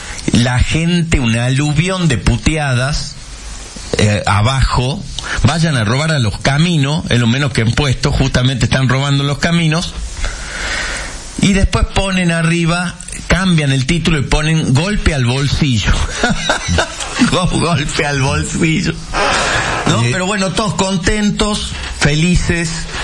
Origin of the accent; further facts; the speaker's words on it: Salta, Argentina; ¿cuántos somos los argentinos? Los salteños, 3 millones.